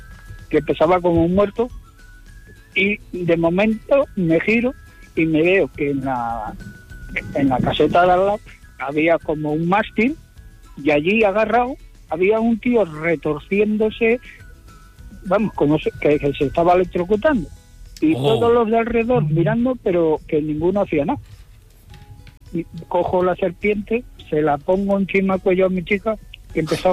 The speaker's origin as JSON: {"language": "Spanish", "town": "Salou", "region": "Catalonia", "country": "Spain", "said": "Buenos días … de Salou."}